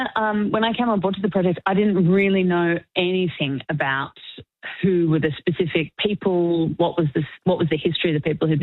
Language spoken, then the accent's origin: English; Melbourne, Victoria, Australia; Although I grew up in Melbourne